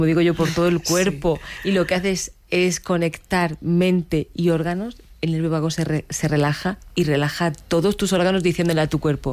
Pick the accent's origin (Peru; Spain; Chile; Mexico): Spain; Águilas, Region of Murcia; born there; Yo soy nacida en Águilas